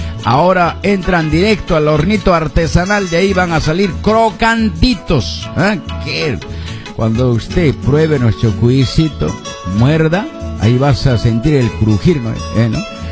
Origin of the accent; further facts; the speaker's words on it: Huanoquite, Cusco, Peru; allá en Huanoquite, Paruro, mi tierra linda